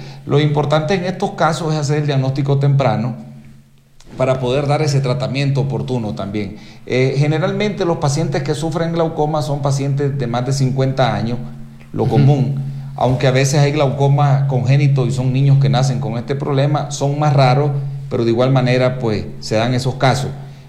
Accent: Nicaragua; moved away as an adult; now in Ecuador; yo soy de Nicaragua, mi preparación toda la hice allá en Nicaragua.

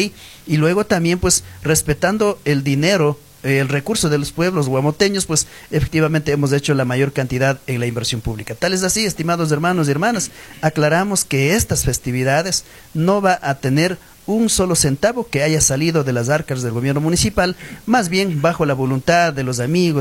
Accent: Ecuador; También como huamoteños, como ecuatorianos

